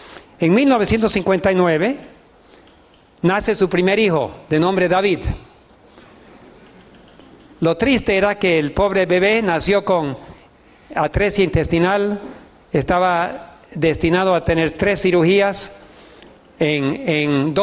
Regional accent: Trinidad, Beni, Bolivia; Ahí nos criamos en Trinidad, yendo por diferentes lugares, y bueno, es la herencia que hemos recibido de nuestros padres consagrados.

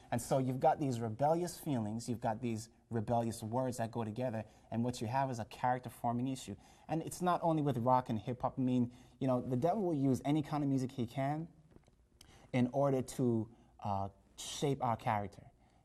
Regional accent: Jamaica; you know, I was born in Jamaica. And reggae music is a really big, you know, that's the music of Jamaica. And I remember growing up as a child, not a Christian, just, you know, worldly person.

